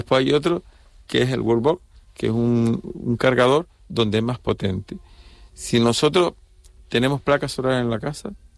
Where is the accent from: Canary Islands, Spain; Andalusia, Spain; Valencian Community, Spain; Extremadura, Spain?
Canary Islands, Spain; Las Palmas de Gran Canaria; yo soy de origen de Las Palmas, pero Tenerife la conozco.